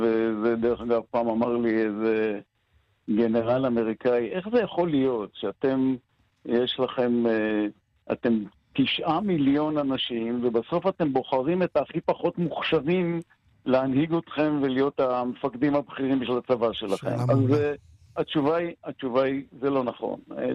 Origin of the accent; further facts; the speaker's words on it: Ein Gev, Northern District, Israel; מאז שאני זוכר את עצמי כנער בקיבוץ עין גב, והסורים מעל הראש שלנו.